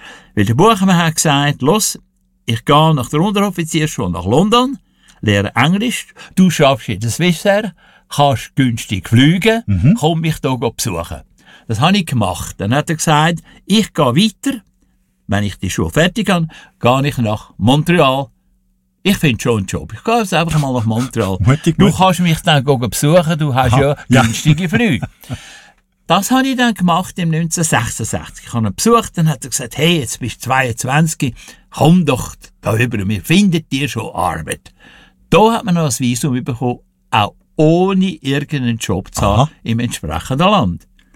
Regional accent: Zurich, Switzerland; Wir sind mitten im Fluglärm aufgewachsen. Dübendorf, Militärflughafen, Kloten, Zivilflughafen.

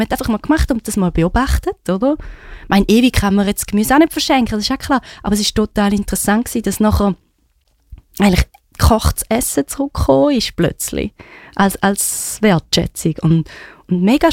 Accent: Switzerland; ich bin in der Schweiz geboren, Schweizer Pass, Schweizer Ausbildung und alles da genossen

